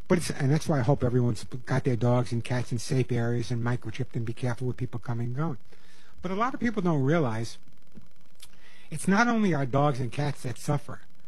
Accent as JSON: {"language": "English", "region": "New York", "country": "United States", "said": "Yeah, I know, I'm from New York. I lost my accent, but I still have a little of it."}